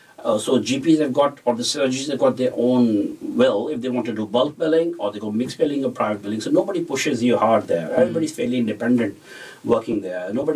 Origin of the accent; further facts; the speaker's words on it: Melbourne, Victoria, Australia; I'm from Melbourne, so they're private billing practices.